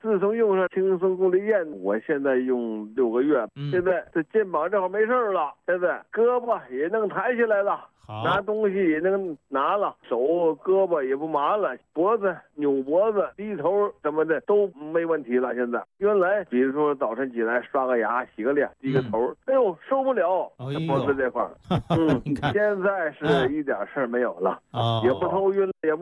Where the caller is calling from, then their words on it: Shiyan, Hubei, China; 我是十堰的。